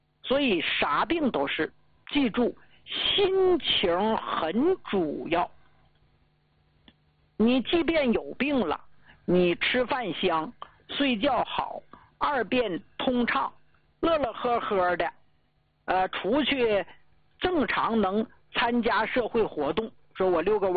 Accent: Northeast China, China; accent: Northeastern dialect; 用咱们东北话说

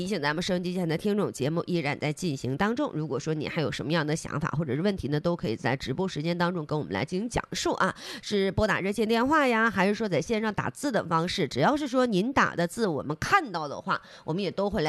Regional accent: Northeast China, China; 咱们东北人

